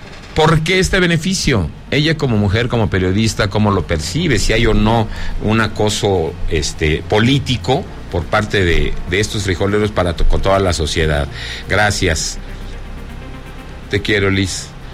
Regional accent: Mexico City, Mexico; now in Zacatecas, Mexico; me olvidaron en la colonia de doctores en la Ciudad de México, luego me trajeron para acá, yo soy de la Ciudad de México, y ya me avecindé en este bendito y maravilloso estado

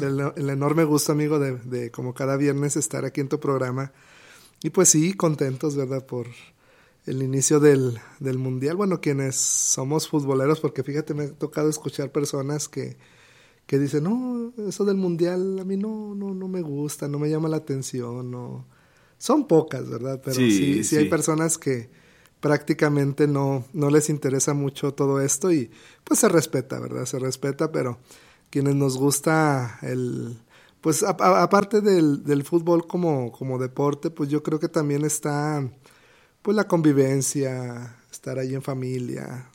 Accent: Mexico; Ya somos mexicanos

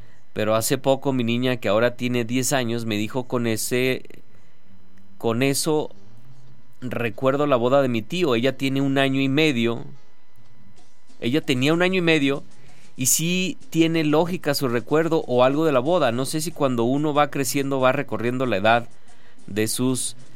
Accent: Calera, Zacatecas, Mexico; No soy de Toribio, soy de Calera.

